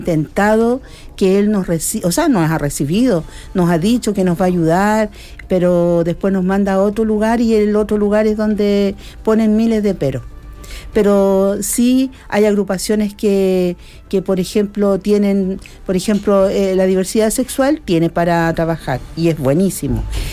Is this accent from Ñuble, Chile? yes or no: yes; Coihueco, Ñuble, Chile; como yo soy de Coihueco